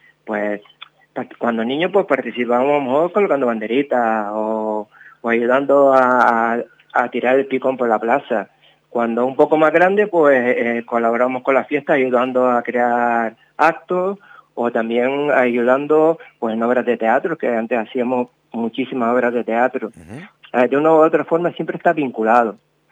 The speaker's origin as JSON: {"language": "Spanish", "area": "El Palmar", "region": "Canary Islands", "country": "Spain", "tie": "born or raised there", "moved": "as an adult", "lives_now": "Tenerife, Spain", "said": "yo nací en el Palmar, me crié en el Palmar"}